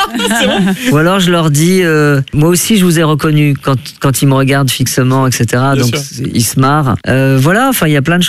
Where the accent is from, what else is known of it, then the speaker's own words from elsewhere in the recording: Marseille, Provence-Alpes-Côte d'Azur, France; also born or lived in Montpellier; À la base, je suis de Montpellier, mais de base, je suis de Marseille.